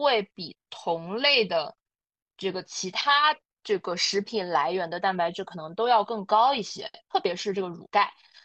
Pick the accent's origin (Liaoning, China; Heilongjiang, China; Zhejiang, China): Heilongjiang, China; 我是黑龙江人嘛